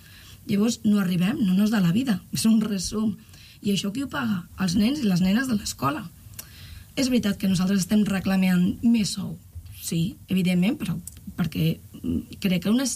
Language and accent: Catalan; Valencian Community, Spain; Clar, jo vinc de València. Soc valenciana.